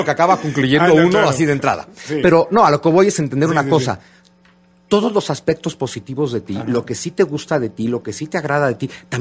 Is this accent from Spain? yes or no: no; Mexico; todos los que vivimos hoy en México, todos los que hoy somos mexicanos, somos producto de este proceso histórico.